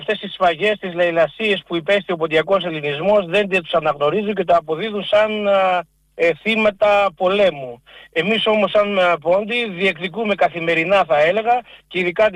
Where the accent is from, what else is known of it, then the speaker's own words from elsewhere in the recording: Pampalio, Western Greece, Greece; για 19η Μαΐου το χωριό μου τον Παμπαλιό και γενικά την Τροκαρνανία